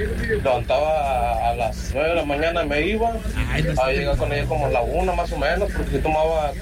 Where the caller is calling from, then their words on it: General Escobedo, Nuevo León, Mexico; yo vivo en Escobedo de Límites con García.